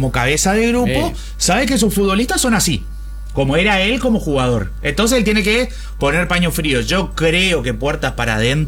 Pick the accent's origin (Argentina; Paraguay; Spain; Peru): Argentina